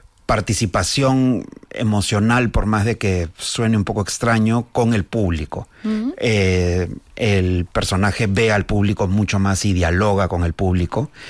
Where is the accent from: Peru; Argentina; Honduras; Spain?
Peru; que yo soy peruano.